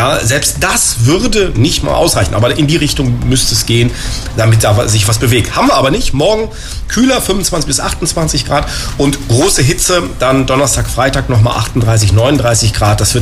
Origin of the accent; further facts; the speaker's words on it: Bonn, North Rhine-Westphalia, Germany; Ich bin gebürtiger Bonner, ihr wisst das, bin mit dem Herzen hier dabei.